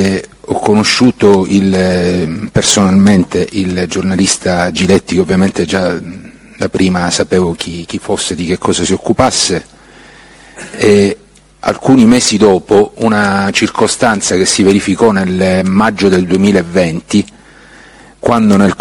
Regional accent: Palermo, Sicily, Italy; born there; sono nato a Palermo il 26 aprile 1961.

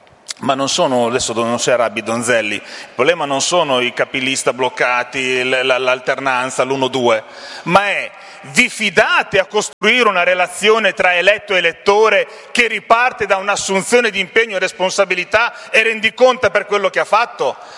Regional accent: Modena, Emilia-Romagna, Italy; quando sono cresciuto io a Modena

